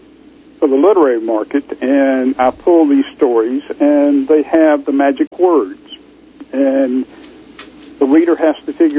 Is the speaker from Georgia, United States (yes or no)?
yes; Georgia, United States; I was raised in South Georgia, and essentially I didn't have a father, and my mother married three times